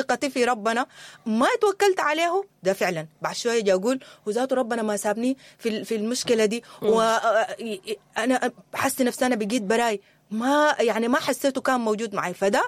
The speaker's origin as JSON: {"language": "Arabic", "country": "Sudan", "said": "الوضع بتاعنا احنا كسودانيين"}